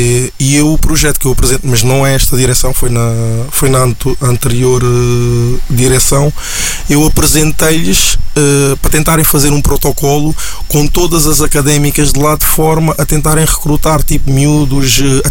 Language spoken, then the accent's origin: Portuguese; Cape Verde; now in Portugal; eu sou cabo-verdiano